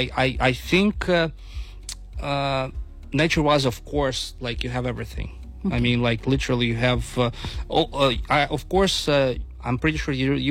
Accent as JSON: {"language": "English", "country": "Hong Kong", "second_language": "English", "said": "I'm coming from Hong Kong. People can speak English, but they cannot speak French, and not all people speak English, for instance, right?"}